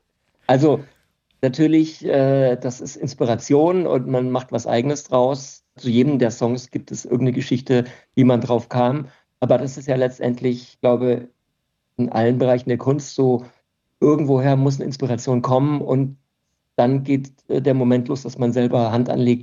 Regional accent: Karlsbad, Baden-Württemberg, Germany; born or raised there; moved away as an adult; also born or lived in Munich

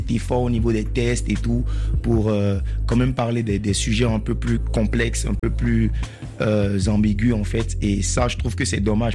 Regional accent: Benin; accent: Beninese; j'ai un accent français qui est très, très béninois quand je rappe.

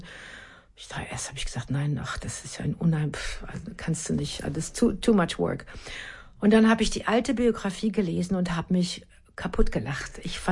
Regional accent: Münster, North Rhine-Westphalia, Germany; Und wir waren in diesem Theater in Münster, meiner Heimatstadt.

